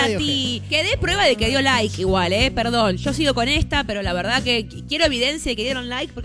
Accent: Buenos Aires, Argentina; Viste, uno como porteño no lo sabe

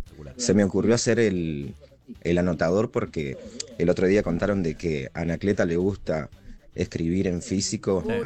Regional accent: Centenario, Neuquén, Argentina; la bandera es de la ciudad de Centenario, mi ciudad natal.

